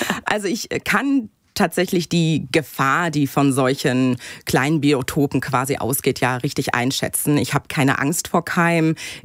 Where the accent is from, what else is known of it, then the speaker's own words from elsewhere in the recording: Bochum, North Rhine-Westphalia, Germany; born there; Ich komme gebürtig aus Bochum, richtig.